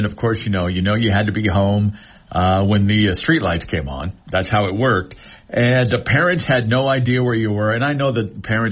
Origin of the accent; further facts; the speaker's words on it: Montana, United States; where I did grow up, and like I said, my hometown, a whole lot like Butte